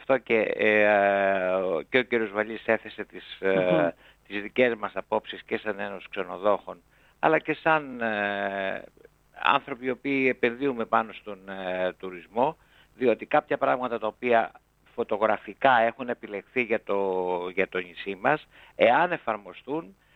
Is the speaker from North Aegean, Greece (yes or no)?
yes; Samos, North Aegean, Greece; Εμείς μιλάω για Σάμο διότι αυτός είναι ο τόπος μου, εδώ δραστηριοποιούμαστε όλοι και εδώ ζούμε.